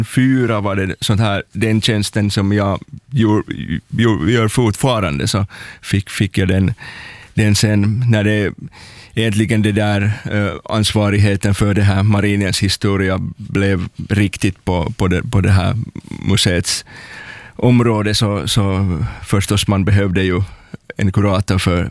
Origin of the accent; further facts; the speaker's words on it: Turku, Southwest Finland, Finland; jag har bott nästan hela livet i Raunistola, så det är mitt hemområde fortfarande liksom.